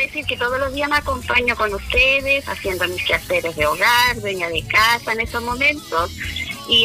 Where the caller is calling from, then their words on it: Chile; yo vivo en Los Conquistadores, Barrio Estación.